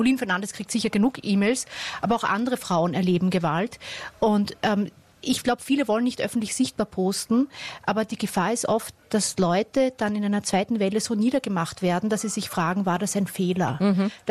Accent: Austria; Ja, sogar wir kennen diesen Spruch.

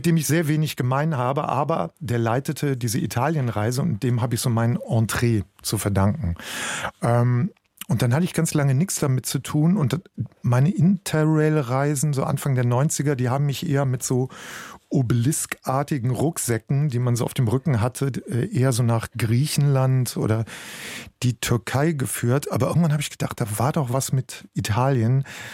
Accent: Bergisch Gladbach, North Rhine-Westphalia, Germany

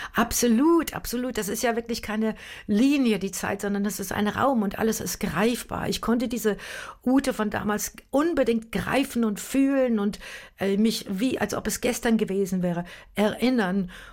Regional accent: Münster, North Rhine-Westphalia, Germany; born or raised there

